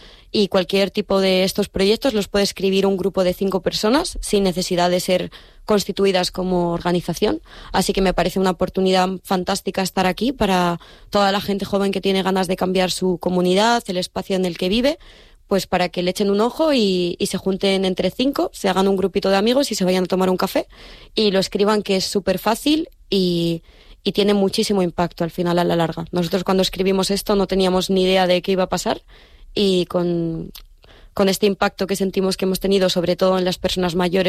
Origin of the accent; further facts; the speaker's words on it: Madrid, Community of Madrid, Spain; Pues mira, nosotros somos tres chicos, yo que, bueno, soy de Madrid